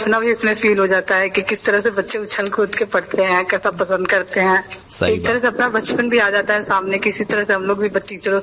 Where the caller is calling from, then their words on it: Karari, Uttar Pradesh, India; मैं करारी की रहने वाली हूँ, करारी सोनभद्र की।